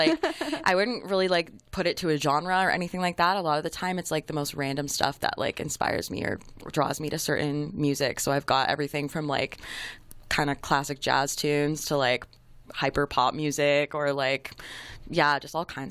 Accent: Windsor, Ontario, Canada; born there; also born or lived in Toronto; I moved back to Windsor from Toronto

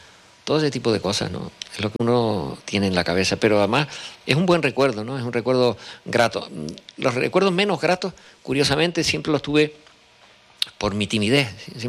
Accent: San Cristóbal de La Laguna, Canary Islands, Spain; born there; Todo eso lo aprendí yo en la calle, en nuestra calle

